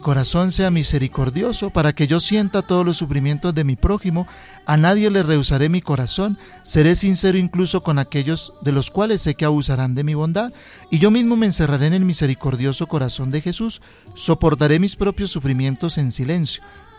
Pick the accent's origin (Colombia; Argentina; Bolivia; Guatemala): Colombia; como ciudadanos, como colombianos